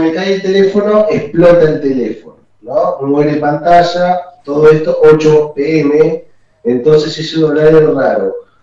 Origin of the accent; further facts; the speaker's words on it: Bahía Blanca, Buenos Aires Province, Argentina; soy de Bahía